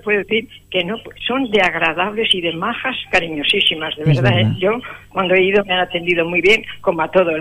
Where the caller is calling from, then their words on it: La Albuera, Extremadura, Spain; De la Albuera.